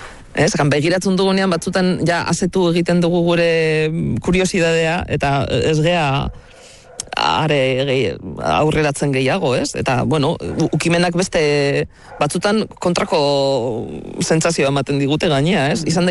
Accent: Astigarraga, Basque Country, Spain; Astigarragakoa naiz

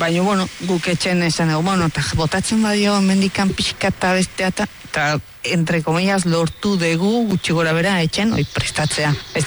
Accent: Mexico; Basque is a second language; Ez, ni beti esaten dut mexikarra naizela. Hoi ala da. Baina beti erdi bihotza euskalduna.

